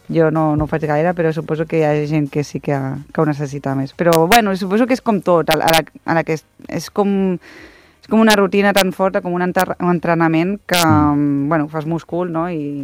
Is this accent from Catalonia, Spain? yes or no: yes; Barcelona, Catalonia, Spain; El Raval, sí, jo soc del Raval, vaig començar allà.